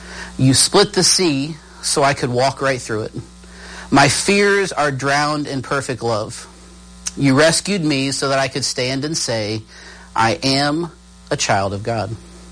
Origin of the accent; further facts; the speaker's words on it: Greensburg, Indiana, United States; able to come back to Greensburg, to be able to teach, and where I could plant roots right here in my hometown where I really loved growing up. My entire life was right here in Greensburg.